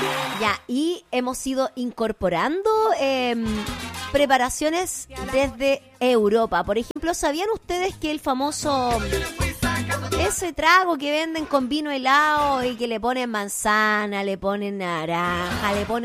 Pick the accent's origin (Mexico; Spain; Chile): Chile; cómo somos los chilenos